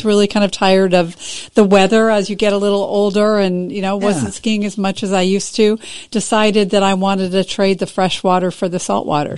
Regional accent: Chicago, Illinois, United States; born there; I was born in Chicago, Illinois, so I'm a Midwesterner.

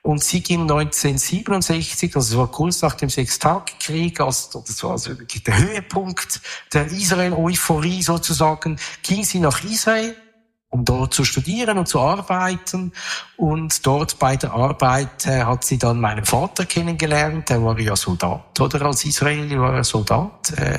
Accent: Zurich, Switzerland; an der Oberwiesenstraße bin ich aufgewachsen. Also das sind die waren damals rosarote Blöcke, oder? Gleich gegenüber der Bühle.

